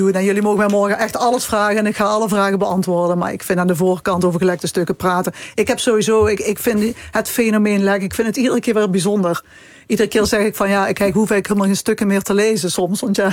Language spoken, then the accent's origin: Dutch; North Brabant, Netherlands; ik kom uit De Peel.